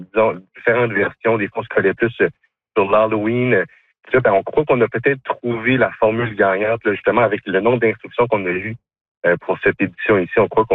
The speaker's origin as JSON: {"language": "French", "town": "Robertville", "region": "Wallonia", "country": "Belgium", "tie": "born or raised there", "said": "Moi, ayant grandi dans la région, moi, je viens de Robertville, là, c'est la terre fertile en jeunes talents."}